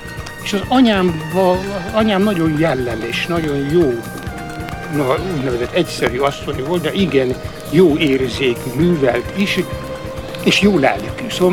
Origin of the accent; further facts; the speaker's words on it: Rászeg, Tolna, Hungary; messze eső puszta az, ahol én születtem. Rászeg, felső Rászegre, a Simon Tornya és Sárszentlőrinc között. Ott volt az apám egy irodalmi főgépész.